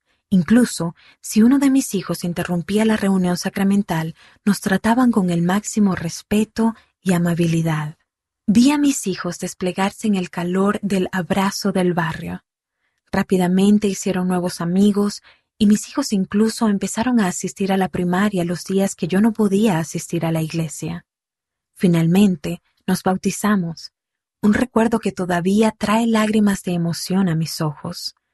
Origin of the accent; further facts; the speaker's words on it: Japan; Spanish is a second language; En mi país, Japón, el 98% de la población es japonesa.